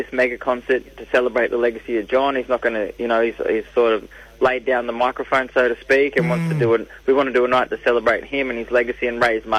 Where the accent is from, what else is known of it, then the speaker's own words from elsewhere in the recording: Tamworth, New South Wales, Australia; Growing up, we performed at the Cultural Showcase